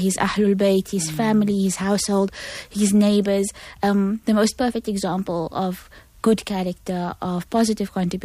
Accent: South Africa; as a South African person growing up in this community

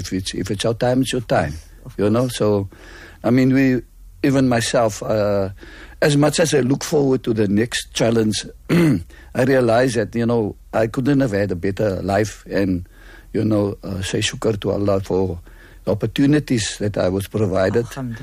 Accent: Cape Town, Western Cape, South Africa; Okay, I grew up here in Silvertown. I was born opposite Athol Stadium and the Clover Crescent, yes.

